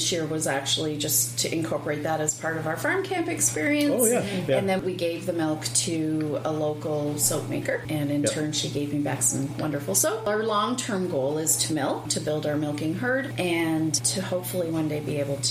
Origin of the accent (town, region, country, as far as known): Brampton, Ontario, Canada; born or raised there; also born or lived in Newfoundland